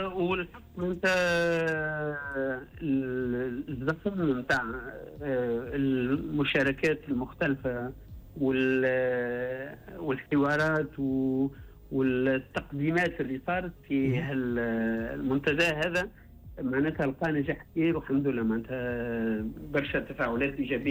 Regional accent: Tunisia; احنا جمعيه تونسيين خريجين معهد العليا لاتوج

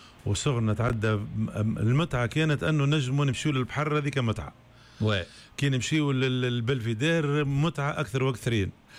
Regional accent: Tunis, Tunis Governorate, Tunisia; مولود في تونس وتربيت في تونس، ودخلت الموسيقى معناها في عمر أقل من 15 عام.

